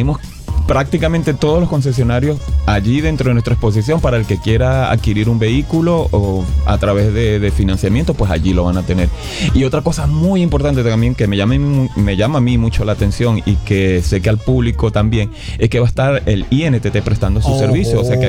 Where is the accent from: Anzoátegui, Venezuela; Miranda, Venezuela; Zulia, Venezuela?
Zulia, Venezuela; Maracaibo; Como todo maracucho, nos encanta la comida sabrosa.